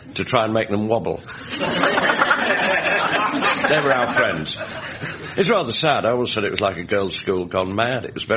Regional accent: Leeds, Yorkshire and the Humber, United Kingdom; moved away; My first job was 1956 at the City Varieties in Leeds, my hometown.

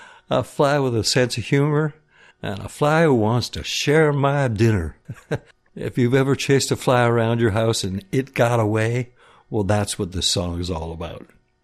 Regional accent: Barrie, Ontario, Canada; I'm from Barrie, Ontario, Canada.

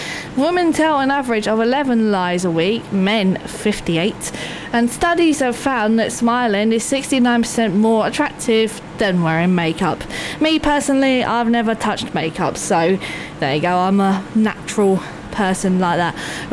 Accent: London, United Kingdom; And maybe it's because I'm a Londoner.

